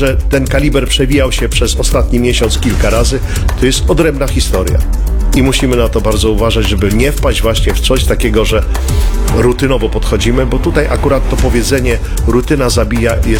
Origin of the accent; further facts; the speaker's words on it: eastern Poland, Poland; Ewentualnie praca fizyczna gdzieś na jakichś tam, prawda, rubieżach wschodnich, skąd pochodzę i tam po prostu odpoczywam